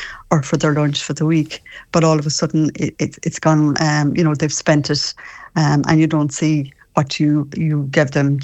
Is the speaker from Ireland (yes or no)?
yes; Connacht, Ireland; Yeah, I'm from just outside Tourin, a little village called Shamwala, so it's such a pleasure to be on this morning.